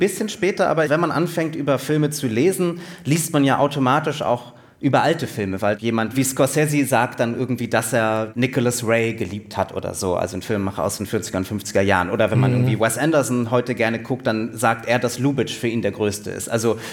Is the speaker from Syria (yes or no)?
no; Berlin, Germany